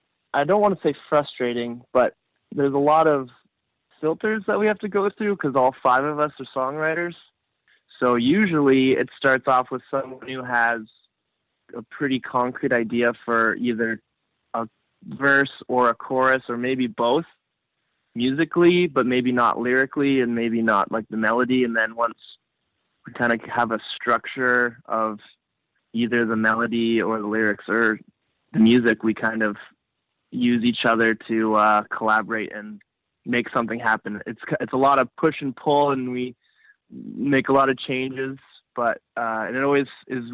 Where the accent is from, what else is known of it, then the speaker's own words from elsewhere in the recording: Calgary, Alberta, Canada; we're all from Calgary. And we're all different, slightly different ages.